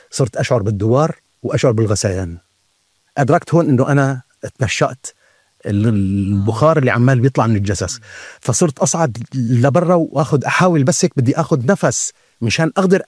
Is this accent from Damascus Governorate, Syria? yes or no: no; Aleppo, Aleppo Governorate, Syria; الحلب هي مدينتي